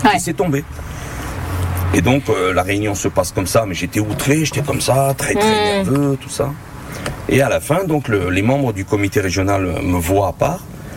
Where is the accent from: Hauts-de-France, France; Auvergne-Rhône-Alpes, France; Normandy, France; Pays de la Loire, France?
Auvergne-Rhône-Alpes, France; Lyon; donc je suis né le 2 novembre 1968 à Lyon. Je suis lyonnais de base, mais marseillais aussi, de cœur.